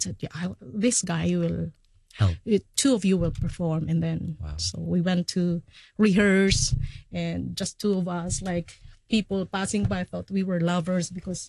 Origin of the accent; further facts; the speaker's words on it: Philippines; English is a second language; now in Hong Kong; I'm domestic migrant worker in Hong Kong. I'm from the Philippines, and thank you for having me." That's when I read, and when I went to the sides, like, because I'm the only Filipino there